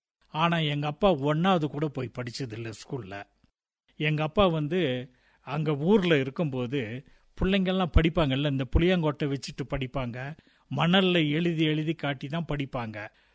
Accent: Ooty, Tamil Nadu, India; born there; ரொம்ப அழகான ஒரு கிராமம் அது. அங்கே தான் நான் பிறந்தேன் அப்படின்ட்டு எங்கள் அம்மா அப்பா சொல்லுவாங்க. அங்கே பிறந்து அப்போல்லாம் ரொம்ப கஷ்டமான காலம்ன்றதுனால எங்கள் அப்பா வந்து இங்கே கூட்டிகிட்டு வந்துட்டார். எங்கள் அம்மாவை ஊட்டிக்கு கூட்டிகிட்டு வந்துட்டாங்க.

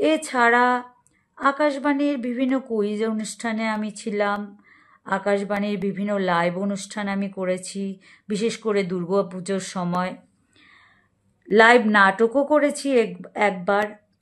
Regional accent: Belonia, Tripura, India; moved away as an adult; now in Kolkata, India; আমার বাবার বাড়ি বিলোনিয়া আমলাপাড়ায়। বিবাহ সূত্রে আমি এখন কলকাতার বাসিন্দা, বিলোনিয়া আমার প্রাণের শহর।

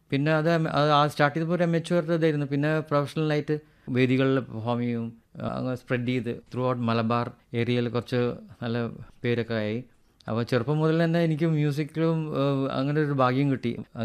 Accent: Kozhikode, Kerala, India; ഞാൻ ജനിച്ചതും വളർന്നതും കോഴിക്കോട് തന്നെ.

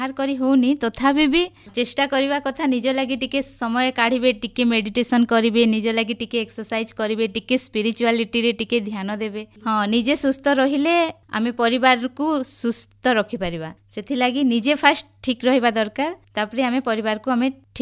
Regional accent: Burla, Odisha, India; born there; ଆଜ୍ଞା, ମୋର ଜନ୍ମ ତ ବୁର୍ଲାରେ, ବାକି ବାହାଘର ଠିକ ହେଇଛି ସୋହେଲା ବ୍ଲକରେ ଭିତରେ ଗୋଟେ ଗାଁରେ।

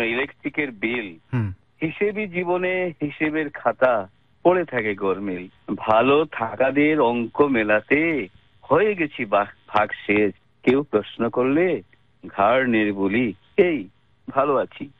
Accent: Ram Krishna Nagar, Assam, India; मेरा गांव का नाम है राम कृष्ण नगर, डिस्ट्रिक्ट है श्री भूमि, और क्या बोले

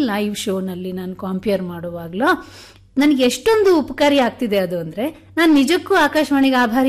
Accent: Puttur, Karnataka, India; born there; ಪುತ್ತೂರಿನಲ್ಲಿ ನಾನು ಓದ್ತಾ ಇದ್ದಾಗ

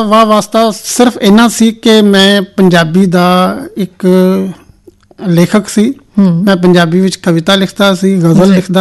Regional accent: Firozpur, Punjab, India; ਮੇਰਾ ਬਚਪਨ ਫਿਰੋਜ਼ਪੁਰ ਵਿੱਚ ਗੁਜ਼ਰਿਆ, ਮੇਰਾ ਸੰਬੰਧ ਫਿਰੋਜ਼ਪੁਰ ਨਾਲ ਹੈ, ਤਾਂ ਮੇਰੀ ਮੁੱਢਲੀ ਪੜ੍ਹਾਈ ਫਿਰੋਜ਼ਪੁਰ ਤੋਂ ਹੋਈ

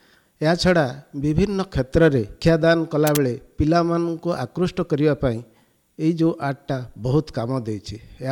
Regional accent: Odisha, India; ଛାତ୍ର ଜୀବନ ମୋର କଳାହାଣ୍ଡିର ଅନେକ ଗୁଡ଼ିଏ ଜାଗାରେ, ଯେହେତୁ ବାପା ପୋଲିସ ସର୍ଭିସ କରୁଥିଲେ ସେଥିପାଇଁ କଳାହାଣ୍ଡିର ଶିକରକୁପା, ନର୍ଲା, ପଲ୍ଲମ, କେସିଙ୍ଗା, ଧର୍ମଗଡ଼, ଭବାନୀପାଟଣା ଏଭଳି ଅନେକ ଜାଗାରେ ମୁଁ ପାଠ ପଢ଼ିଛି।

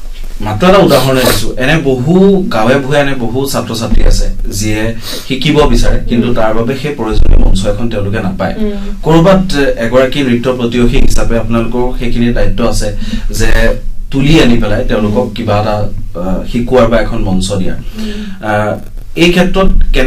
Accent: Kaliabor, Assam, India; এতিয়া মোৰ গাঁওখনৰ কথাই কওঁ, মই গলিয়াবৰ পৰা আহিছোঁ, মোৰ গাঁওখনত এনে বহু ল'ৰা ছোৱালী আছে

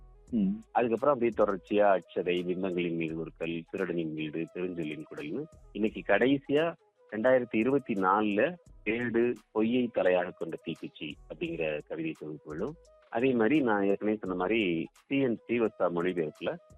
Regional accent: Pudukkottai, Tamil Nadu, India; ஆக்சுவலா நான் வந்து புதுக்கோட்டை தான் எனக்கு மெயின், அதாவது முழுக்க வந்து நான் புதுக்கோட்டை மாவட்டத்துக்கெல்லாம் வந்து நான் வளர்ந்தேன், படிச்சது எல்லாமே அங்கதான்.

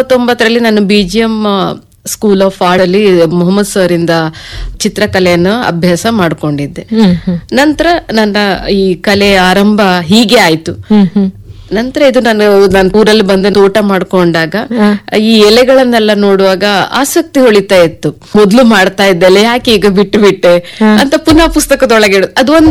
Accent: Lali, Karnataka, India; also born or lived in Saligrama / Sagara / Udupi / Mangaluru; ನಾನು ಆಕ್ಚುಲಿ ಹುಟ್ಟಿ ಬೆಳೆದಿದ್ದು ಲಾಲಿ ಗ್ರಾಮ, ಕೋಟ, ಉಡುಪಿ ಜಿಲ್ಲೆ ಬರ್ತದೆ.

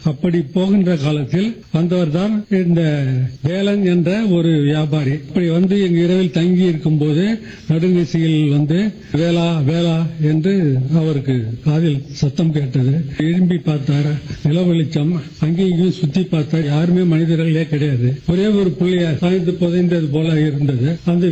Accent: Kanniyamanathanpettai, Tamil Nadu, India; நான் பிறந்து வளர்ந்த ஊர் கன்னியாமநாதன்பேட்டை.

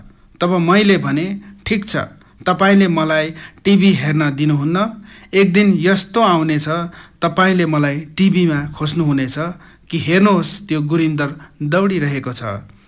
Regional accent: India; हाम्रो इन्डियाको कल्चर हो

